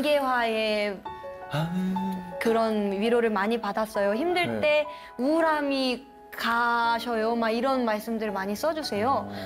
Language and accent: Korean; Daejeon, South Korea; 대전 사람으로서.